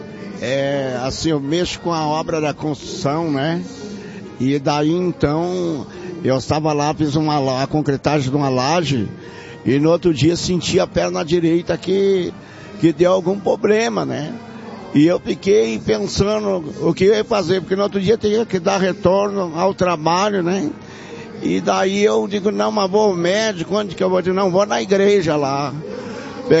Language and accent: Portuguese; São Paulo, Brazil; A região do Brás, aqui em São Paulo.